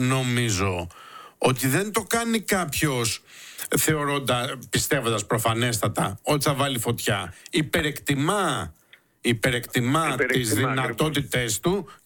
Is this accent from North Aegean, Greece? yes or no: yes; Lesbos, North Aegean, Greece; στο νησί μου, στη Λέσβο